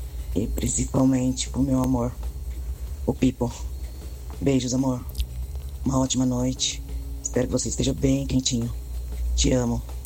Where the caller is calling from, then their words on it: São Paulo, Brazil; de Interlagos.